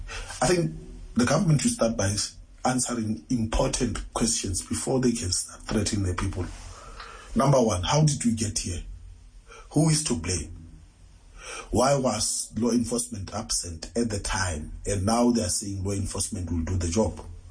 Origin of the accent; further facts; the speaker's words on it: Randfontein, Gauteng, South Africa; Good morning, Anonymous here. I'm from Randfontein.